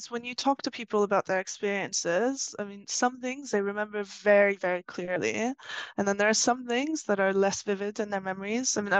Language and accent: English; Turkey; moved away as an adult; also born or lived in United Kingdom / New York, United States; now in France; I was born in the UK. Both my parents are Turkish. I grew up in Turkey. Then I left when I was 18. I lived in the US, in New York, and then I went back to the UK. And now I'm in France.